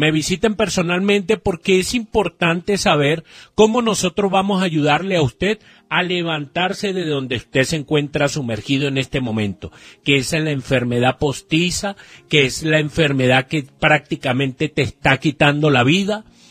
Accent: Catemaco, Veracruz, Mexico; moved away; nosotros venimos de Catemaco, Veracruz. Conocemos lo que es la pobreza. Conocemos lo que es la humildad.

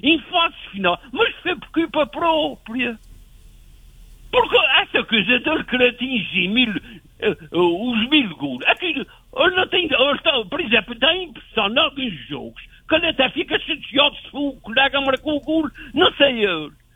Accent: Portugal; Como ele é o melhor, para mim, português, era o melhor jogador do mundo. E é como português.

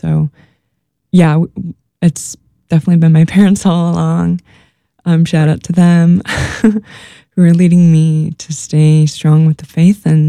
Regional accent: Illinois, United States; also born or lived in Milwaukee / Ohio; I grew up like around the Midwest. I was born in Milwaukee, but we mainly lived in Illinois, moved to Ohio, and back in Illinois for most of my life.

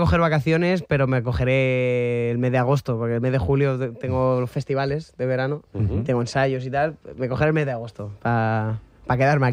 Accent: Valencian Community, Spain; sobre el papel soy valenciano, pero un valenciano es aquel de Valencia, ¿vale?

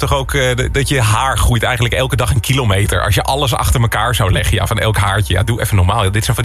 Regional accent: Nijmegen, Gelderland, Netherlands; Maar ik kom helemaal niet uit Drenthe. Ik kom uit Nimm

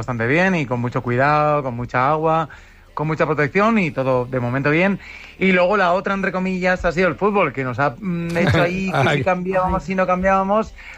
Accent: Valencia, Valencian Community, Spain; Hombre, yo soy de la Terreta, soy de Valencia, de hecho, mi familia vive cerca de la línea del Cid, o sea, más cerca de Mislata era complicado

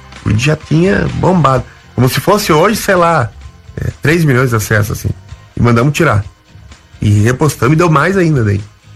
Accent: Curitiba, Paraná, Brazil; Eu sou curitibano. E virei o polaco lá, nem sou polaco, mas né, virei o polaco e pronto, agora sou. Faz parte de mim agora, né, ser curitibano, né?

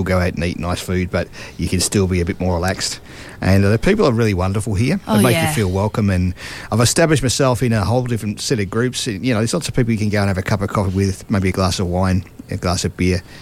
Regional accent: Australia; accent: Aussie; I went around with my winning smile and my Aussie accent.

